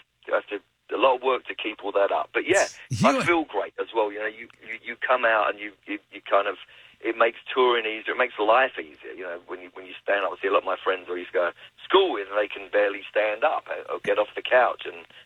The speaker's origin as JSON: {"language": "English", "region": "London", "country": "United Kingdom", "tie": "born or raised there", "said": "I'm from London, so I grew up listening to the … and the … and the … and the …"}